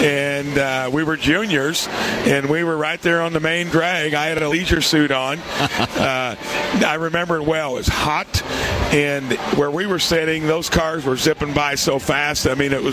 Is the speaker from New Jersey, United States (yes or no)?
no; Jasper, Indiana, United States; one of my buddies from my hometown of Jasper.